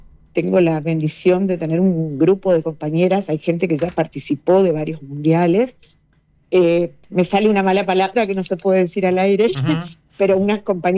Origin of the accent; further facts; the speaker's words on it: Corrientes, Argentina; Soy la única correntina en esta categoría.